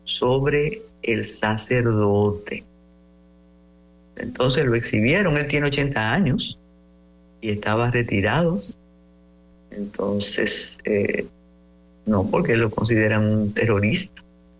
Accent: Cuba; now in Dominican Republic; Los cubanos que vivimos en una sociedad democrática como la dominicana conocemos el valor de expresar nuestras opiniones.

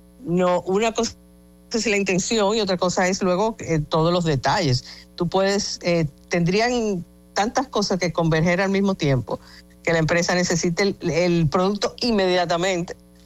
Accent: Dominican Republic; me duele como dominicana

